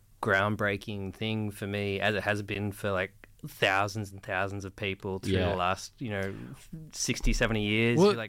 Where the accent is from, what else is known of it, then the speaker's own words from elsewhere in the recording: Sydney, New South Wales, Australia; I grew up in Liverpool